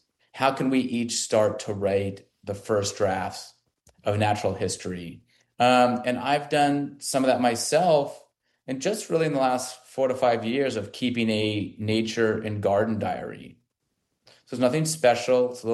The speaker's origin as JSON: {"language": "English", "region": "Arizona", "country": "United States", "tie": "born or raised there", "moved": "as an adult", "lives_now": "San Francisco Bay Area, United States", "said": "I myself, before I moved to the Bay Area and spent 20 years here, I grew up in Arizona."}